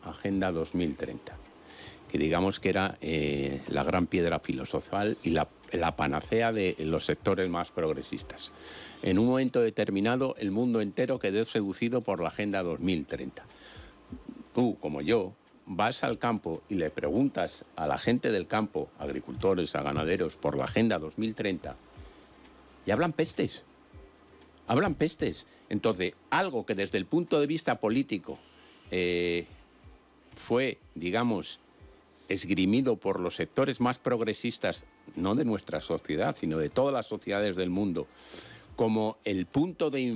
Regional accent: Luanco, Asturias, Spain; moved away; Yo soy de Asturias. Cuando voy a mi tierra, a Luanco

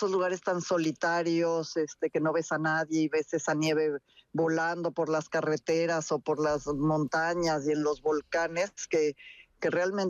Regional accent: Mexico; pinto muy colorido como buena mexicana

